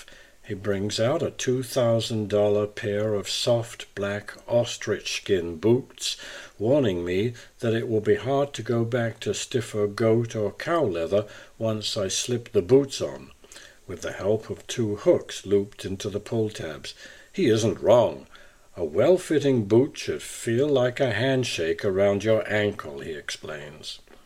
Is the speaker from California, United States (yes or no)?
yes; Los Angeles, California, United States; I flew to Fort Worth from my hometown of Los Angeles